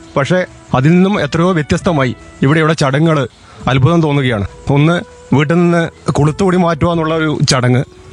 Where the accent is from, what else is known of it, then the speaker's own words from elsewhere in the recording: Chakkarakkal, Kerala, India; ഞാൻ ചക്കരക്കല സ്വദേശിയാണ്.